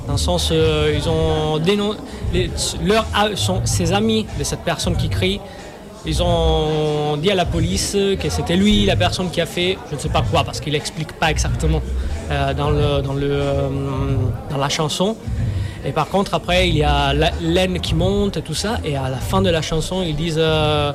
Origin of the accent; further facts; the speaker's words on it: Sicily, Italy; first language Sicilian; French is a second language; moved away; je commençais aussi à chanter dans ma langue maternelle, en sens en sicilien.